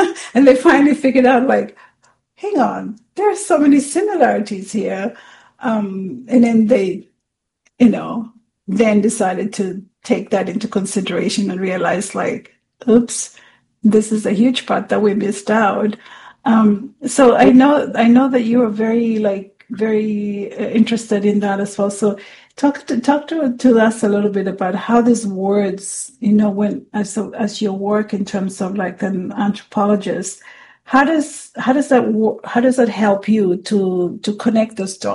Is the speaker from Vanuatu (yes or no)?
yes; Vanuatu; because obviously Pacific Islanders, land is very, very important to us. So when I introduce myself and I say I'm from Vanuatu